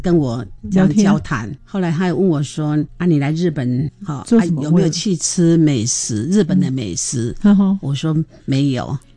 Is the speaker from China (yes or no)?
no; Taiwan; 我说我来自台湾，台湾人的事，他就欢迎我。